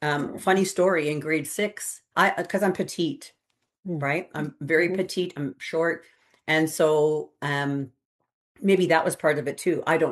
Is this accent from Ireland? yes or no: no; Canada; born there; we had a few Indigenous teachers, and then we had a lot of non-Indigenous teachers who didn't live on our res, but who came to our res.